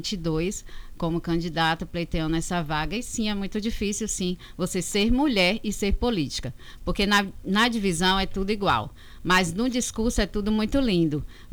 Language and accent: Portuguese; Itabuna, Bahia, Brazil; natural de Itabuna.